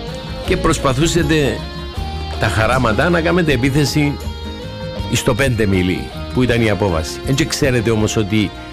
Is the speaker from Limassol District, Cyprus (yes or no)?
no; Klirou, Nicosia District, Cyprus; born there; εγώ γεννήθηκα στην Κλήρου